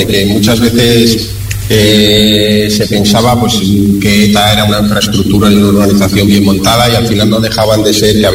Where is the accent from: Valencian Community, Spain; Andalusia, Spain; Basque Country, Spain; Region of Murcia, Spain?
Basque Country, Spain; Errenteria; moved away as an adult; now in Barcelona, Spain; yo nací en Rentería hace...